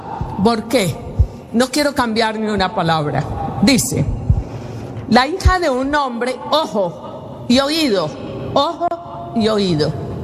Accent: Colombia; Y no solo allí en Centroamérica, aún en mi tierra, en Colombia.

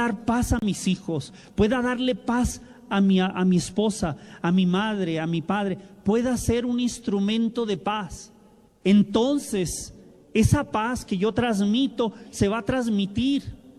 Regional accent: Mexico; now in Los Angeles, United States; hemos venido un grupo de hermanos desde Los Ángeles, inmigrantes que salimos de nuestro país, los que somos de México, salimos de México

